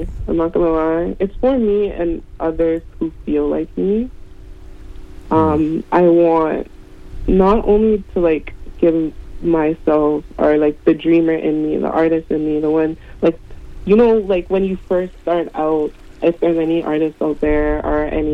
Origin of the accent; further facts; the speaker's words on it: Toronto, Ontario, Canada; I'm from Toronto, like, I'm from the West End of Toronto. I grew up in, like, near Jane and Finch.